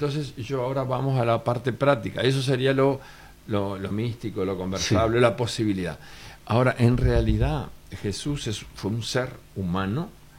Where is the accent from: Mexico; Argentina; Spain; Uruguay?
Uruguay; Esos somos los uruguayos, un poco criticón y un poco esto, uh-huh, pero somos suavemente ondulados.